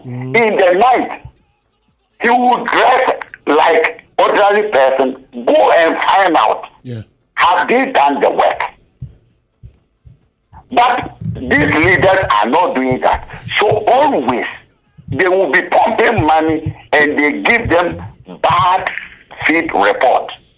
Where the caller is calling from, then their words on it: Kathmandu, Bagmati, Nepal; I'm calling this from Kathmandu.